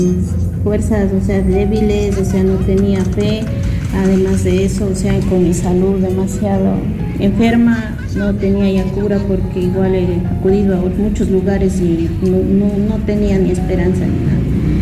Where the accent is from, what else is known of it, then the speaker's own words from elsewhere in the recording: Azogues, Cañar, Ecuador; Soy de la ciudad de Azogues.